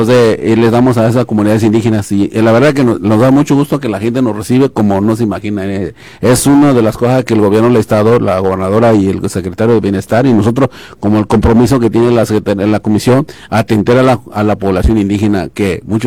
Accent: Oaxaca, Mexico; now in Sinaloa, Mexico; Sí, yo soy oaxaqueño. Pero ya tengo más de 30 años viviendo aquí en Sinaloa.

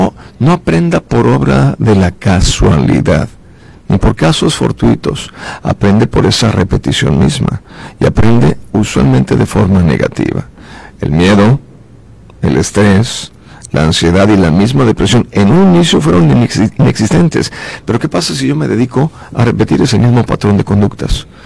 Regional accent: Mexico

